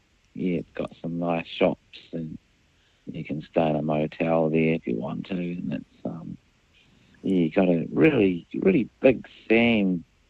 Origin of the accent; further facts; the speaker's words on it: Christchurch, Canterbury, New Zealand; Oh, the privilege to be born and raised here.